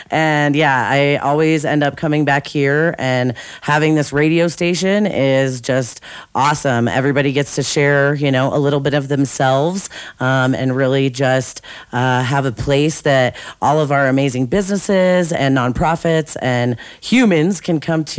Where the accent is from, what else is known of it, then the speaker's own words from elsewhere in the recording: Grand Lake, Colorado, United States; So, I am from Grand Lake